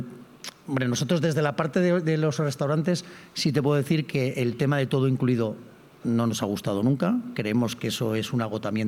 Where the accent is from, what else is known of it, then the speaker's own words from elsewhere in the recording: León, Castile and León, Spain; now in Villajoyosa, Spain; Yo soy de León. Fantástico. Pero llevo 33 años aquí en Villajoyosa.